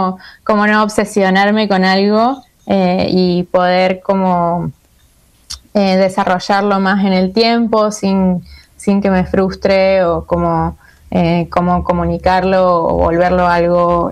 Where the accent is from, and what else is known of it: Córdoba, Argentina; born or raised there